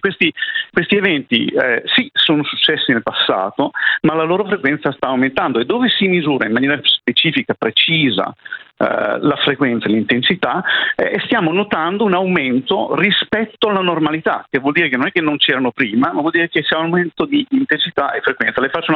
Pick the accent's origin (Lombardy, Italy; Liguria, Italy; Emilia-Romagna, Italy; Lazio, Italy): Emilia-Romagna, Italy; Bologna; accent: Bolognese; come voi potete sentire dall'accento, io sono di Bologna.